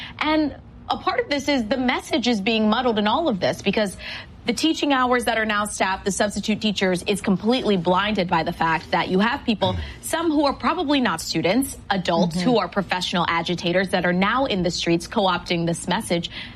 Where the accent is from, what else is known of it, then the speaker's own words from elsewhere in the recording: Washington, United States; I'm from Washington State.